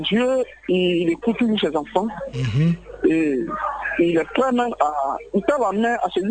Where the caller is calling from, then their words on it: Aboboté, Abidjan, Côte d’Ivoire; Ça va. Je suis appelé d'Aboboté.